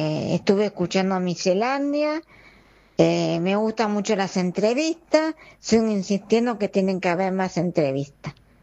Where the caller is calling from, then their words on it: Buenos Aires, Argentina; soy de Caballito